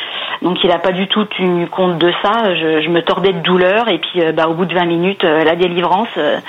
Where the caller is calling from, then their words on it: Montargis, Centre-Val de Loire, France; Montargis.